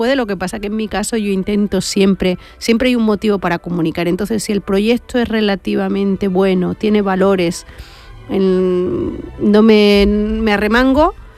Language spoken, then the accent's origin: Spanish; Andalusia, Spain